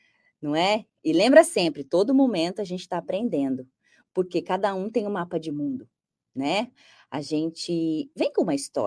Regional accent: Brazil; now in France; Eu sou brasileira com muito orgulho. Não adianta eu ir para morar em outro lugar achando que agora eu vou ser francesa. Não tem como, a essência não muda. Não muda. Ah, alguns costumezinhos. Pode até influenciar, mas quem a gente é mesmo? Não tem como. Eu nasci no Brasil.

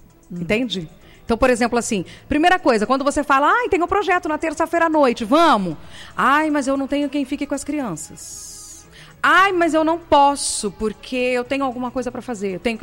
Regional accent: Limeira, São Paulo, Brazil; born there; na cidade de Limeira, que é a cidade que eu amo, que é a cidade onde eu nasci, é onde eu estou e quero continuar.

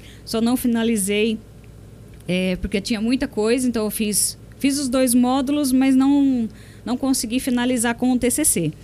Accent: Monte Alto, São Paulo, Brazil; sou de Monte Alto, tenho uma filha aqui, minha vida, toda a minha trajetória foi aqui.

